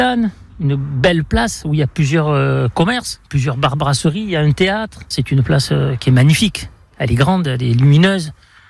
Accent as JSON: {"language": "French", "town": "Aubagne", "region": "Provence-Alpes-Côte d'Azur", "country": "France", "tie": "born or raised there", "said": "J'ai joué au ballon quand j'étais jeune à Aubagne, donc je vois le club monter, c'est un régal."}